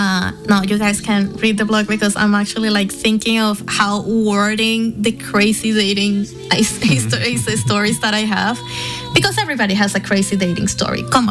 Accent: Caracas, Capital District, Venezuela; now in Ljubljana, Slovenia; So I say that I'm from Caracas, but I live the majority of my life in somewhere I don't call home. And now for the first time, I'm home here in Ljubljana.

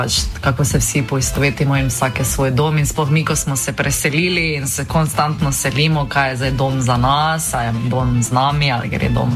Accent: Maribor, Drava, Slovenia; moved away as an adult; now in Paris, France; jaz sem iz Maribora

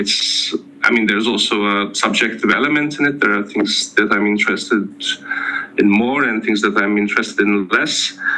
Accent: Ankara, Turkey; also born or lived in Belgrade, Serbia / Switzerland; now in Budapest, Hungary; And I'm from Ankara, Turkey

